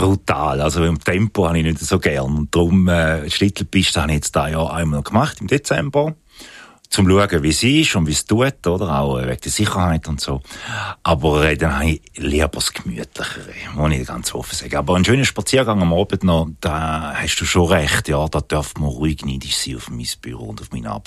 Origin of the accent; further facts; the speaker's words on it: Appenzell Ausserrhoden, Switzerland; born there; Aber ich bin ein gebürtiger Ausseroder und arbeite jetzt im Innerrhodisch.